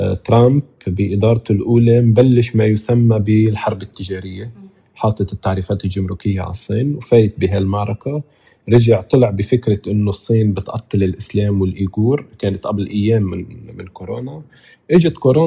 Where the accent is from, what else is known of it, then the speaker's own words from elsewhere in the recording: Lebanon; moved away as an adult; now in China; بحب هذه الحياة اللي نحن هم بلبنان